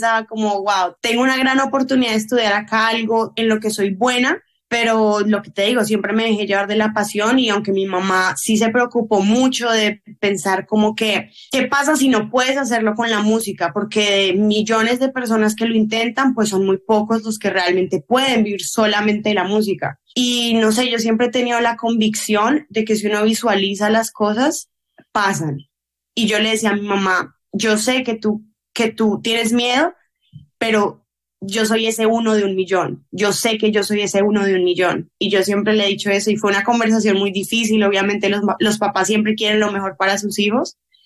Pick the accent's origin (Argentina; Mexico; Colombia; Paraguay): Colombia; moved away as an adult; yo me fui de Colombia, mi mamá me apoyó mucho, tuve muchas becas de la universidad a la que apliqué